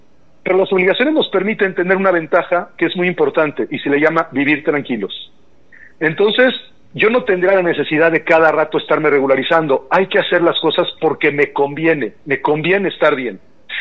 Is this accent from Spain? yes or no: no; Mexico; el principal riesgo que hoy por hoy como mexicanos tenemos es que a veces nos da flojera hacer las cosas.